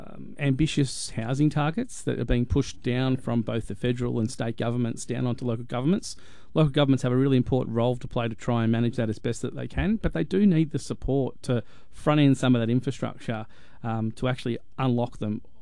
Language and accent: English; Canberra, Australian Capital Territory, Australia; moved away; I grew up in Canberra, spent a number of years in Canberra